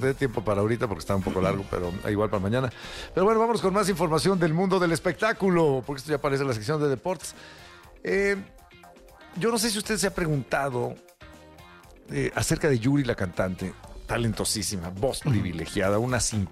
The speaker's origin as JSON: {"language": "Spanish", "town": "Monterrey", "region": "Nuevo León", "country": "Mexico", "said": "Además que yo soy regio."}